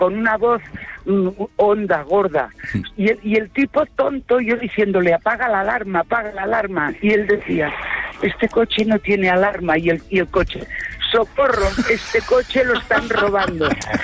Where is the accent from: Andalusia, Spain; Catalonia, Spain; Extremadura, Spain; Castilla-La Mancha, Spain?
Catalonia, Spain; Barcelona; Yo soy catalana, de Barcelona.